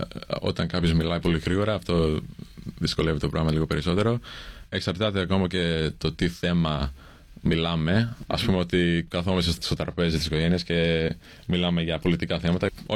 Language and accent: Greek; Australia; Greek is a second language; δεν θα έλεγα νομίζω ότι είμαι Έλληνας. Δεν θα έκανα μια τέτοια δήλωση τόσο ξεκάθαρα. Δηλαδή, θα έλεγα ότι είμαι Αυστραλός με ελληνική καταγωγή. Δεν λέω ότι είμαι Έλληνας.